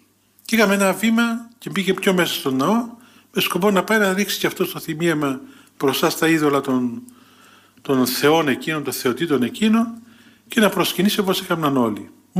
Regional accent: Thessaloniki, Central Macedonia, Greece; Από πού είσαι, είμαι από την Ελλάδα, από τη Θεσσαλονίκη.

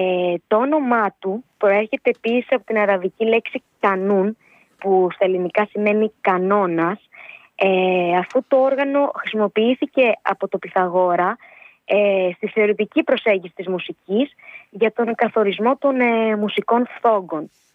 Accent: Mytilene, North Aegean, Greece; Η καταγωγή μου μάλιστα από την Μυτιλίνη θεωρώ πως αποτέλεσε σταθμός για την ενασχόλησή μου με το όργανο, καθώς από πολύ μικρή ηλικία είχα τέτοια ακούσματα και συγκεκριμένα τον ήχο του Κανονακίου.

